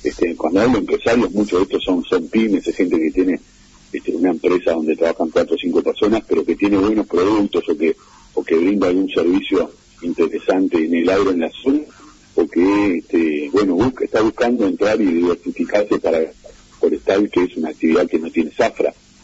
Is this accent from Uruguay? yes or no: yes; Uruguay